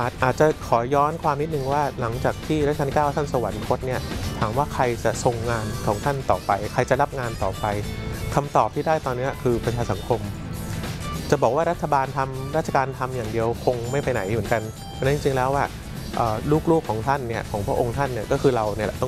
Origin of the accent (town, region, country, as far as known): Bangkok, Thailand